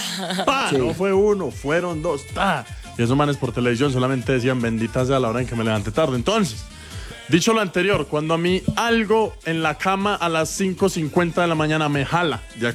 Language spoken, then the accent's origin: Spanish; Colombia; este tema nos une como colombianos.